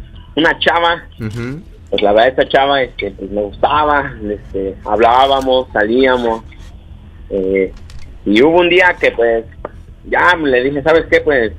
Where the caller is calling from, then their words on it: Mexico City, Mexico; Tengo 20 años y aquí estoy de la Ciudad de México.